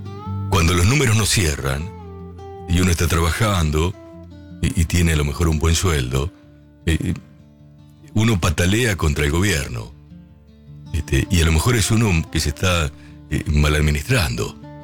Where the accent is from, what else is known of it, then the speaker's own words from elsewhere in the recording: Lincoln, Buenos Aires Province, Argentina; now in Buenos Aires, Argentina; Yo cuando salí de mi ciudad de Lincoln, ella que está escuchando allí el amigo Carlitos, mi viejo me dijo, mirá, te voy a desear lo mejor, ya que te vas a la ciudad de Buenos Aires